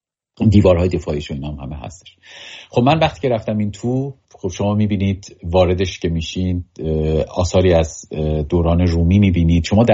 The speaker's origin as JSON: {"language": "Persian", "country": "Iran", "said": "به عنوان یک ایرانی"}